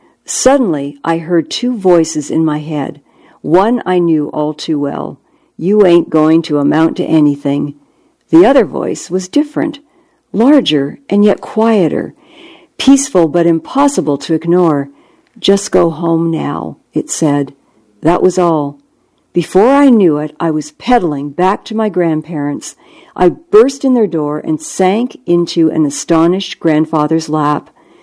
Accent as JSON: {"language": "English", "town": "Compton", "region": "California", "country": "United States", "tie": "born or raised there", "said": "I grew up in Compton, south of L.A., raised by a single mom with three kids."}